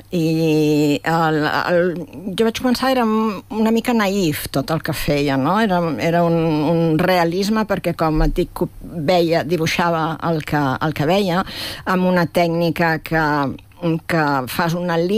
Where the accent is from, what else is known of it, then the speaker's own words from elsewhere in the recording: Esparreguera, Catalonia, Spain; born there; jo vaig néixer a Esparreguera